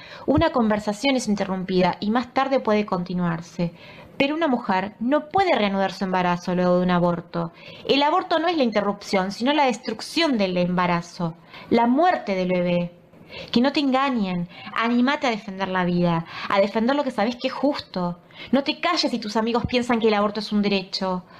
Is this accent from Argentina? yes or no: yes; Argentina; soy una mujer argentina